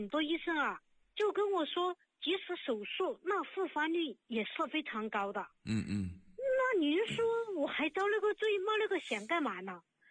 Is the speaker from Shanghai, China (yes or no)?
no; Sichuan, China; accent: Sichuan; 不是，我是四川的。